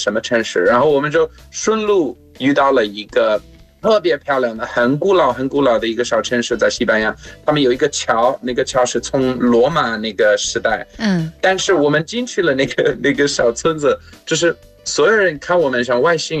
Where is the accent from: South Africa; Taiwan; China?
South Africa; Chinese is a second language